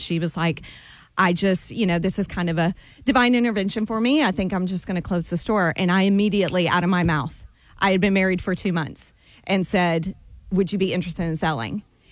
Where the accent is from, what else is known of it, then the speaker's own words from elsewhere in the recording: North Little Rock, Arkansas, United States; And I grew up in North Little Rock, so I went to the Bridal Cottage, which is on JFK.